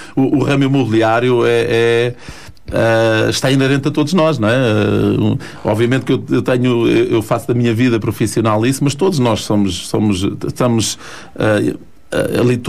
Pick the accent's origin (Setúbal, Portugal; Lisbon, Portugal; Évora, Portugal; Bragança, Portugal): Lisbon, Portugal; Mafra; also born or lived in Torres Vedras; eu sou natural do Barril, que é do concelho de Mafra, fica a cerca de 15 a 6 quilómetros daqui.